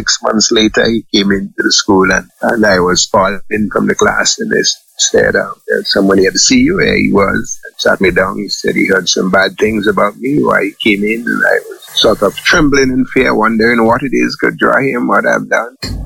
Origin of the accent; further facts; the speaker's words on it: Saint Andrew, Grenada; I was born in Munich, St. Andrews, in Bamboo, a place called Bamboo to be exact, what you call in the mountains of Grenada.